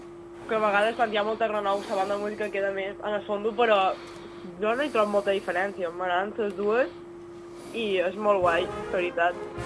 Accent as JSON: {"language": "Catalan", "town": "Ferreries", "region": "Balearic Islands", "country": "Spain", "said": "Jo soc de Ferreries"}